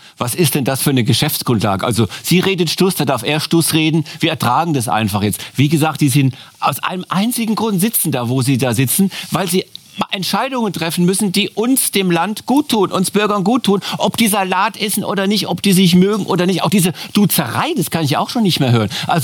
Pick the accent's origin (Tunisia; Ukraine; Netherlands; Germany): Germany; als Deutscher und Staatszahler.